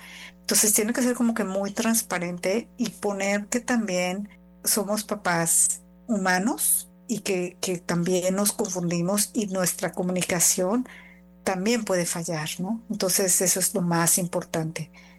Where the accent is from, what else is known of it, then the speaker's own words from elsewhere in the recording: Mexico; now in Canada; yo nací en México, crecí en México